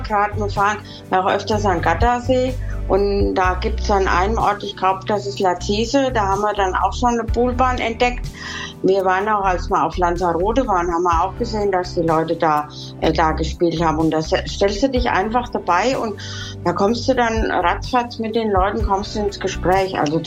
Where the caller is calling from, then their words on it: Staufenberg, Hesse, Germany; ich komme aus Stauffenberg mitten in Hessen.